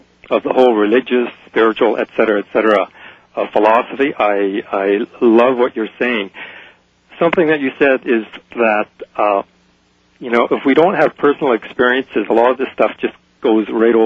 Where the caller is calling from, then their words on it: Vancouver, British Columbia, Canada; I'm calling you from Vancouver, B.C., 1410 C-Fund. It's where I listen to you.